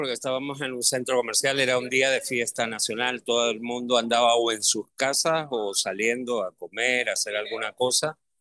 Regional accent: Spain; now in Venezuela; Yo me vine de España hace 40 años ya. Uno ya aquí tiene sus raíces. Venezuela te dio muchas posibilidades que España en su momento a lo mejor no nos podía dar.

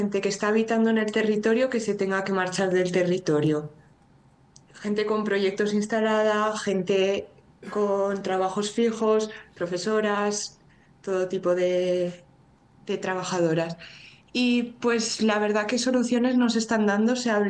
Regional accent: Benasque, Aragon, Spain; born there; He podido quedarme en mi pueblo

